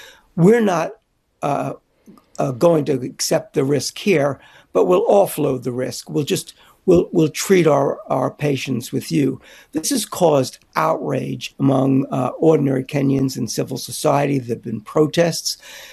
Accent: United States; I think that as an American

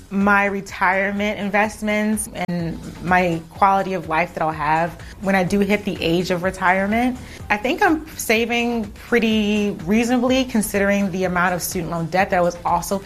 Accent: Connecticut, United States; I am from Connecticut, born to a Jamaican father and a Black American mother.

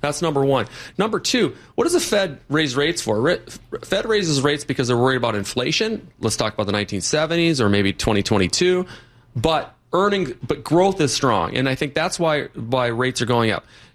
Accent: Minnesota, United States; I was born and raised in Minnesota.

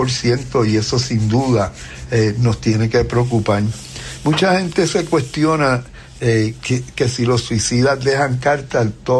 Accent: Puerto Rico

